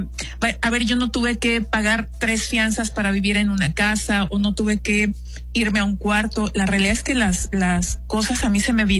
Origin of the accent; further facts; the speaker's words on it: Mexico; moved away as an adult; now in Spain; De esa prisa que como mexicano digo, tengo que producir y ganar.